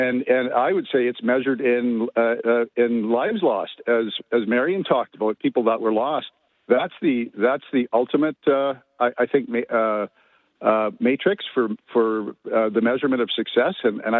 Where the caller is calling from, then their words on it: Kenora, Ontario, Canada; I worked the streets of Kenora for 38 years. I'm calling from Kenora, Ontario.